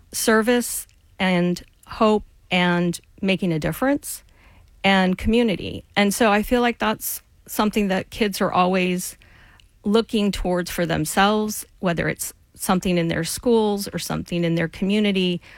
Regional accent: Austin, Texas, United States; I grew up in Austin. I moved here in 1970

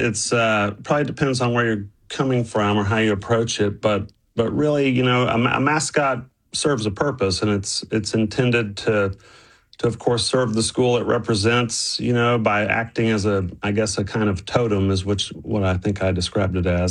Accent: Temple, Texas, United States; And I grew up in Temple. I was a wildcat

